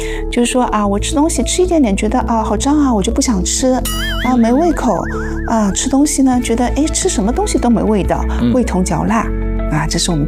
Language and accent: Chinese; China; 我们中国人